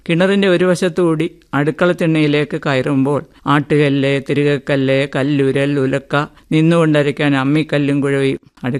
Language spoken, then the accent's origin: Malayalam; Pathanamthitta, Kerala, India; now in Thiruvananthapuram, India; കോവിലാറും ചുട്ടിപ്പാറയെന്ന വലിയ പാറമലയും റോഡും പാലവും ഒക്കെയുള്ള ടൗണിനോട് ചേർന്നുള്ള പത്തനംതിട്ട എന്ന സ്ഥലത്താണ് ഞാൻ ജനിച്ചു വളർന്നത്.